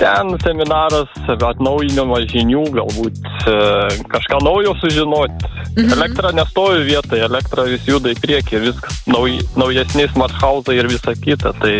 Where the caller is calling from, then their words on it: Klaipėda, Klaipėda County, Lithuania; Aš pats iš Klaipėdos.